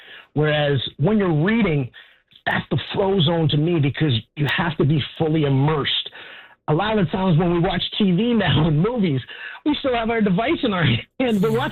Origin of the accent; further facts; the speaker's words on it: Canada; it really means a lot to me as a Canadian.